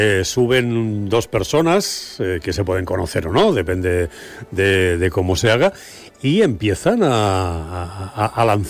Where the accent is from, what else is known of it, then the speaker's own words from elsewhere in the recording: Valencian Community, Spain; now in Ibiza, Spain; Yo soy valenciano, llevo 37 años aquí